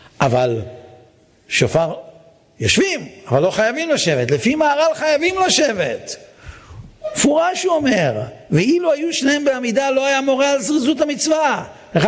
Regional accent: Netanya, Central District, Israel; אני גדלתי בנתניה, עיר שרובה סוסים. היו לנו המון סוסים בנתניה.

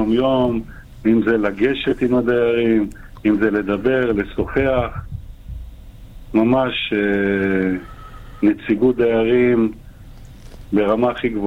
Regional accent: Or Akiva, Haifa District, Israel; זה הבית שלי, זה המקום שלי. זה גדלתי באותן דירות שהם אנשים נמצאים.

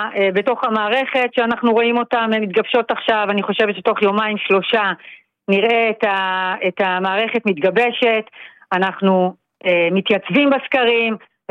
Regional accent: Migdal HaEmek, Northern District, Israel; born or raised there

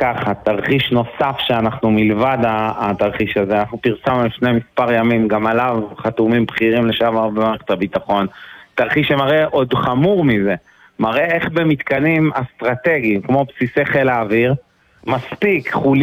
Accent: Southern District, Israel; אני תושב הנגב, אני גדלתי בנגב

